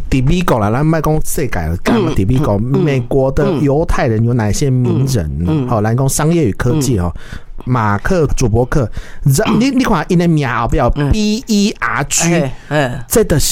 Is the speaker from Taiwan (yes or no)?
yes; Taiwan; 我们台湾人最讨厌的 Kissinger 基辛格也是犹太人，